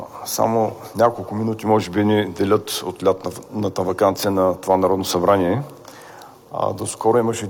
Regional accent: Varna, Varna Province, Bulgaria; ще изкарам в родния ми град Варна

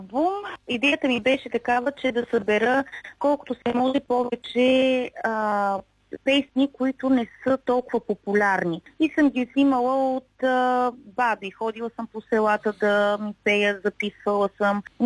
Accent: Harsovo, Blagoevgrad Province, Bulgaria; на място, на което аз израснах, в село Хърсово. Той е близо до град Сандански.

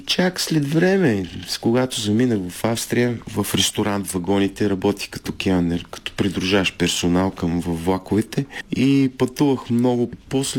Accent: Plovdiv Province, Bulgaria; Аз съм израснал в Кичук, Париж.

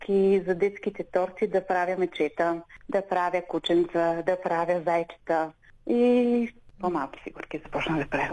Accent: Smolyan, Smolyan Province, Bulgaria; един от най-емблематичните символи на родния ми град, всъщност Смолян.

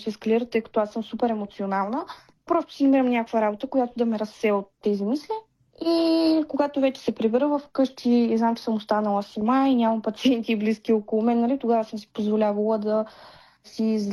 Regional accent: Pleven, Pleven Province, Bulgaria; се прибрах по моя роден край, а именно в Плевен.

